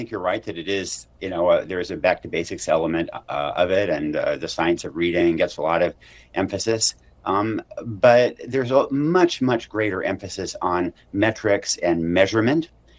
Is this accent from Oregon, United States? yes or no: yes; Oregon, United States; a kid in my home state here in Oregon